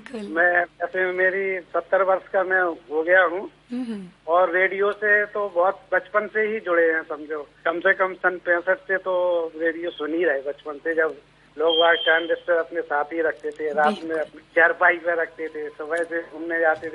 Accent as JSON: {"language": "Hindi", "town": "Jhansi", "region": "Uttar Pradesh", "country": "India", "tie": "born or raised there", "moved": "as an adult", "lives_now": "Chhatarpur, India", "said": "हम वैसे तो मूलतः झांसी के रहने वाले हैं।"}